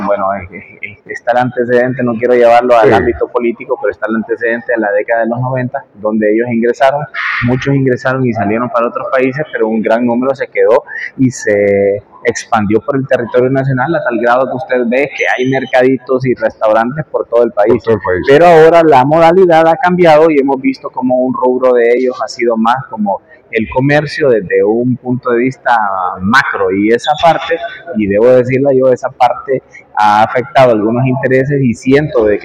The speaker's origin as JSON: {"language": "Spanish", "country": "Honduras"}